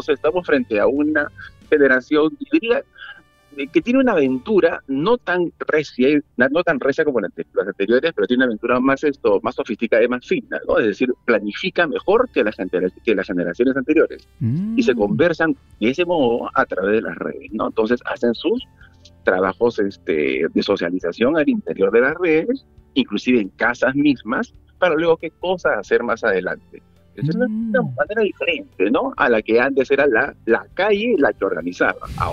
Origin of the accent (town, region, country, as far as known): Peru